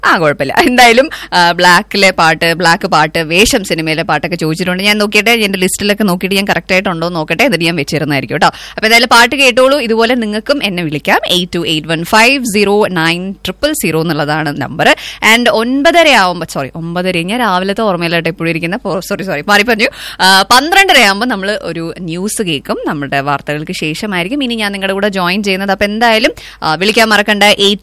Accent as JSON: {"language": "Malayalam", "town": "Thrissur", "region": "Kerala", "country": "India", "tie": "born or raised there", "said": "എന്റെ നാട് തൃശ്ശൂരാണ് കേട്ടോ."}